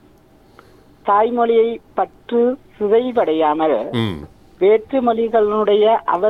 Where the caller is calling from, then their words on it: Sri Lanka